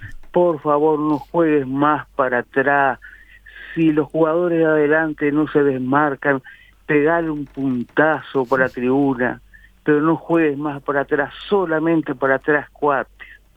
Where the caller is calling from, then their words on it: Salto, Uruguay; de Salto.